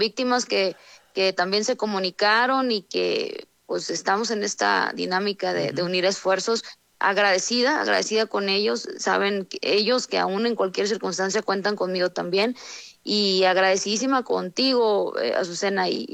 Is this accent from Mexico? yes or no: yes; Sinaloa, Mexico; pues soy norteña, soy sinaloense, lo hago muy franco, muy directo